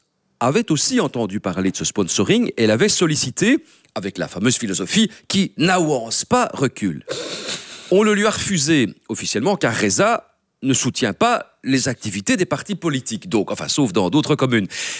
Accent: Belgium; Chez nous, en Belgique, une intercommunale qui magouille, c'est une appellation d'origine contrôlée.

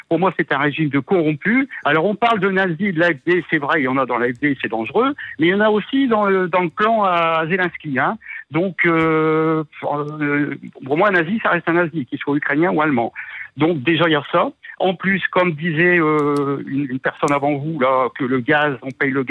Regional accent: France; En 40, bon, moi je parle en tant que Français, hein, en Belgique c'est peut-être différent

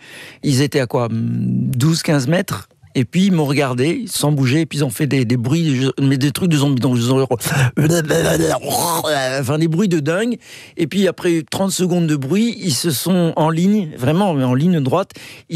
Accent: Belgium; Alors, après, je suis belge, hein, je comprends.

